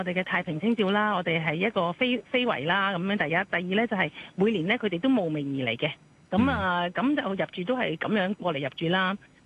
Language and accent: Cantonese; Hong Kong; 我哋香港人都好開心